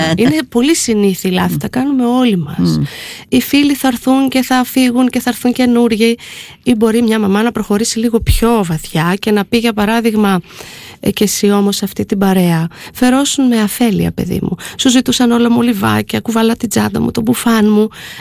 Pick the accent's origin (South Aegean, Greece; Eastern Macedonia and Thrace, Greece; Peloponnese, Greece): Eastern Macedonia and Thrace, Greece; είμαι και από τη Θράκη